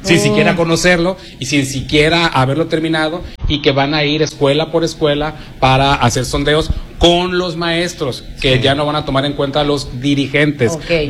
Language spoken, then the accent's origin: Spanish; Mexico; la narrativa de nosotros mismos como mexicanos